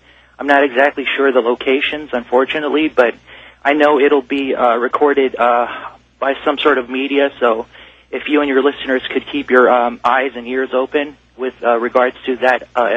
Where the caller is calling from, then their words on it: New Jersey, United States; I'm in northern New Jersey.